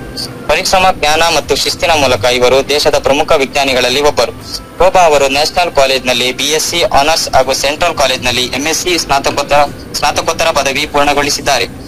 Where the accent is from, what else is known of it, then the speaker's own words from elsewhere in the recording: Tarikere, Karnataka, India; ನಮ್ದು ಇಲ್ಲೇ ತರೀಕೆರೆ